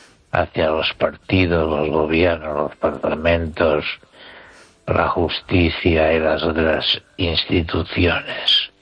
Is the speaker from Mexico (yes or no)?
no; Spain; no quiero ser recordado como una persona chacosa, sino como un español que razona.